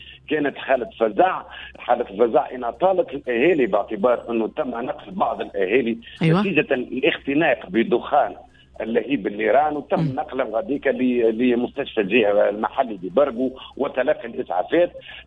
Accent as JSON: {"language": "Arabic", "country": "Tunisia"}